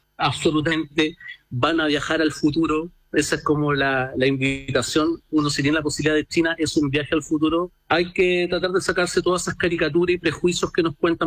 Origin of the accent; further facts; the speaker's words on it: Chile; lo que nosotros como chilenos le podemos ofrecer desde nuestros grandes poetas